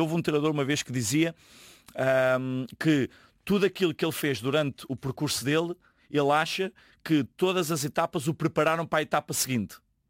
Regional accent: Portugal; now in India; Eu como um bom português, é o faz-tudo.

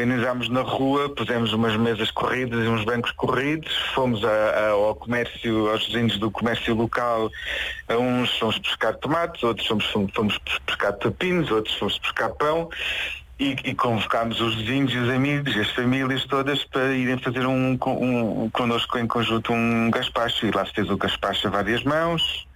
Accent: Covilhã, Centro, Portugal; moved away as an adult; also born or lived in Évora; now in Serpa, Portugal; eu sou ali perto de Ceia, exatamente. Perto de Ceia, sou da zona da Beira Baixa, sou da Covilhã.

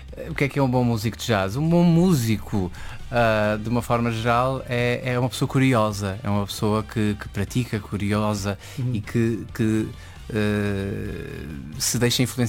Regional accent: Azores, Portugal; now in Porto, Portugal; Eu sou açoriano, na realidade

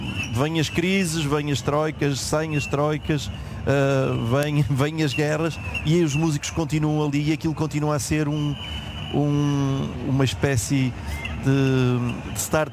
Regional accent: Porto, Norte, Portugal

